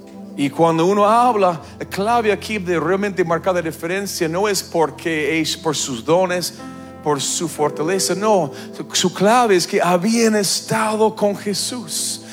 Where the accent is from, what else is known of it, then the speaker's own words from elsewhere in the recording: Canada; moved away as an adult; now in Argentina; Vuelvo a Canadá. Y ya hace 18 años que vivo acá. Y te digo, casi soy más argentino que canadiense ahora.